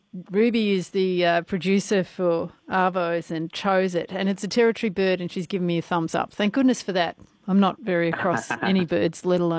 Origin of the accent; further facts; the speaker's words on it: Victoria, Australia; And you're right, because I'm also from country Victoria originally